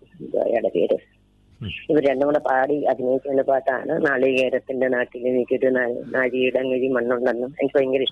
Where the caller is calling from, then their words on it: Adoor, Kerala, India; ഞാൻ അടൂർ പഴവളം.